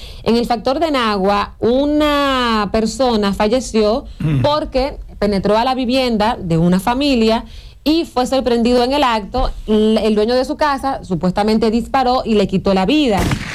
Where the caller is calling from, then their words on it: Barcelona, Catalonia, Spain; de Barcelona … desde Barcelona, España